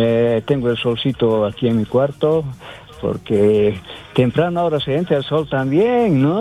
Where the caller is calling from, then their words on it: Bolivia; saludos también a mi pueblo Alto Saucarí